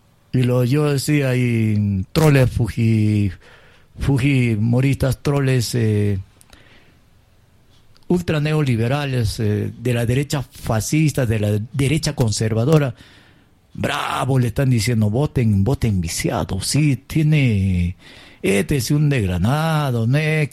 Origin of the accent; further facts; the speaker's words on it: Peru; los peruanos somos